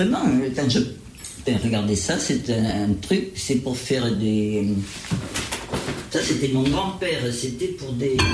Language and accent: French; France; je suis née à Vitréal en 1943, dans la rue du Drôme, à la pharmacie, au premier étage. Et donc, j'ai passé toute mon enfance et mon adolescence à Vitréal